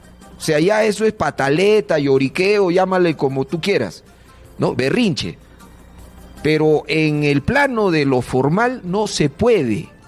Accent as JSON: {"language": "Spanish", "country": "Peru"}